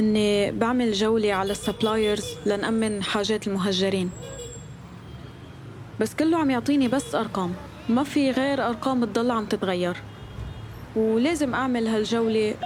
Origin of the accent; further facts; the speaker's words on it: North Governorate, Lebanon; نحن مجموعة أشخاص من الشمال